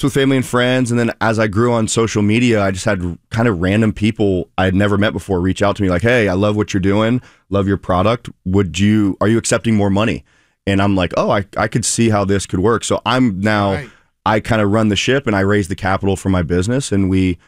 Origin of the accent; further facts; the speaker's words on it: Pickerington, Ohio, United States; also born or lived in Dayton, United States; Yeah, so I'm born and raised in Columbus, Pickerington. I went to Pickerington North, graduated in 2013.